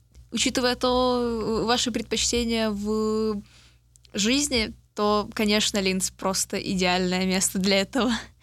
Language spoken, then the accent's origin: Russian; Kyiv, Ukraine; now in Linz, Austria; Потому что я тоже киевлянка, и я вот переехала сюда